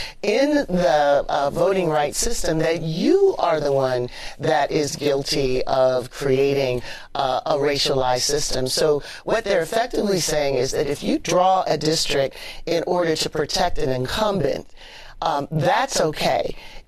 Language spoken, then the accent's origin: English; Canton, Ohio, United States; I grew up in Canton, Ohio, an industrial town in the Midwest on its way from the South to Chicago and Detroit.